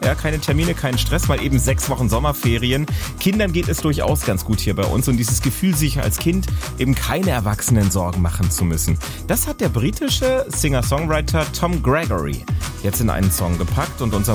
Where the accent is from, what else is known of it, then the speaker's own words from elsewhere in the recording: Jena, Thuringia, Germany; Ich komme aus Jena. Das war zum Aufwachsen auch so eine total coole Stadt